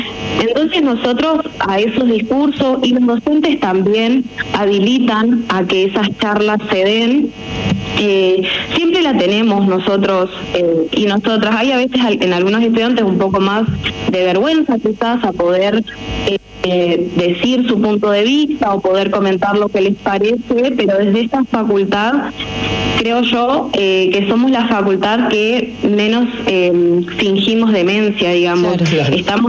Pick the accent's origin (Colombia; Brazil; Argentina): Argentina